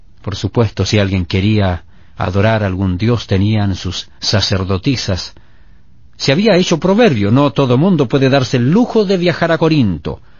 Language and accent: Spanish; Punta Arenas, Magallanes and Chilean Antarctica, Chile; now in California, United States; mi ciudad natal, Punta Arenas, en Chile